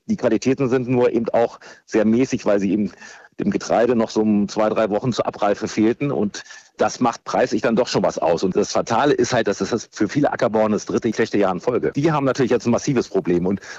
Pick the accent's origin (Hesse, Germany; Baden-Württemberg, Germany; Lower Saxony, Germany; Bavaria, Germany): Lower Saxony, Germany; Also ich komme aus Ostniedersachsen. Wir haben da Beregnung seit 75 Jahren in der Fläche.